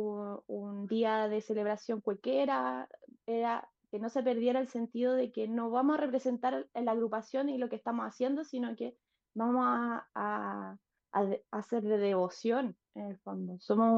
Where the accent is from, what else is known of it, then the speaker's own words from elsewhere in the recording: Isla de Maipo, Santiago Metropolitan Region, Chile; yo soy oriunda de Isla de Maipo.